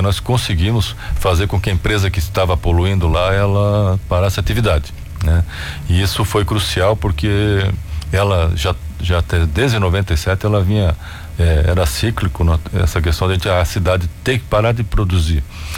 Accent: Guaramirim, Santa Catarina, Brazil; born there; eu costumo dizer que eu era o guaramirense, eu nasci em Guaramirim, né? Assim como sou do Fluminense, sou o guaramirense mais maluco pela cidade, digo sempre que é o melhor lugar do mundo, né? Sou um bairrista

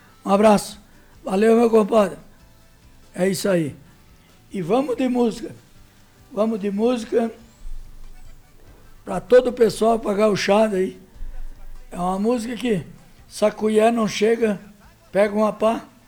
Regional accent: Brazil; moved away; lá do Rio Gavião, onde eu me criei

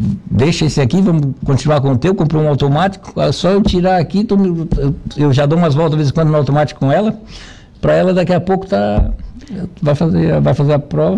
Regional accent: Balneário Arroio do Silva, Santa Catarina, Brazil; also born or lived in Criciúma; A única vez que eu saí do Arroio de Silva, eu fui morar em Criciúma.

